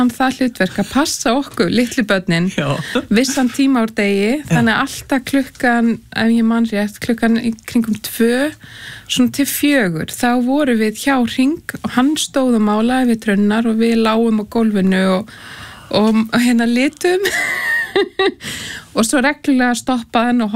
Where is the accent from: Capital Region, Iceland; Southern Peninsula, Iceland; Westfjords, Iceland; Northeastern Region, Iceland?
Northeastern Region, Iceland; Hagi; Já, ég úr Haga í aðaldal